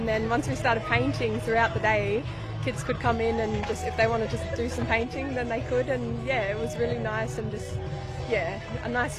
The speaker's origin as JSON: {"language": "English", "town": "Mbanta", "region": "Northern Territory", "country": "Australia", "tie": "born or raised there", "said": "Yeah, I'm from Mbanta, born and raised. I'm a proud Orindo, Mudjeta, Kadage and Walpri woman."}